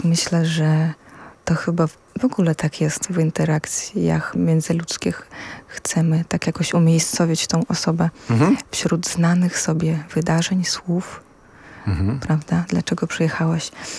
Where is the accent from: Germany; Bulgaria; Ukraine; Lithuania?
Ukraine; Polish is a second language; now in Poland; pochodzę z Ukrainy